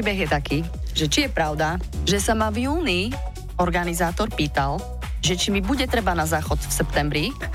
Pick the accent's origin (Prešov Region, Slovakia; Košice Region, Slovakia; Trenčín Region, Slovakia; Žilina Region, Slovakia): Prešov Region, Slovakia; Prešov; keďže som z Prešova